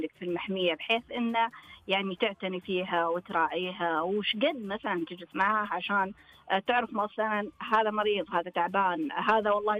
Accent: Qatif, Eastern Province, Saudi Arabia; أنا أشوف عندنا في القطيف

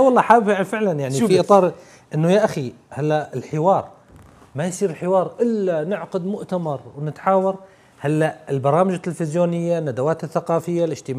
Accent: Syria; إحنا كشعب سوري

